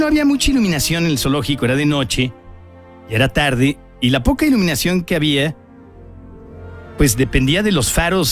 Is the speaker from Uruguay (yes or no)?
no; Tijuana, Baja California, Mexico; now in Mexico City, Mexico; porque crecí en Tijuana.